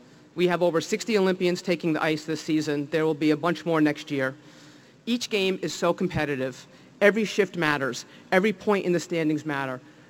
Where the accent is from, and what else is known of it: New Jersey, United States